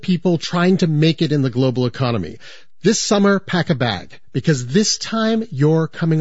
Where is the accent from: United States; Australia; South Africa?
Australia; I guess as an Australian, koala economics was already taken.